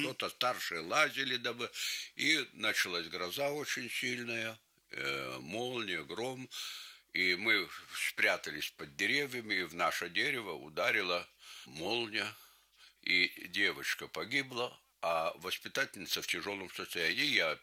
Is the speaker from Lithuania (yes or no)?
yes; Lithuania; accent: Lithuanian; first language Lithuanian; Russian is a second language; moved away; Я даже плохо по-русски говорил. И учеба у меня первая начиналась на литовские школы.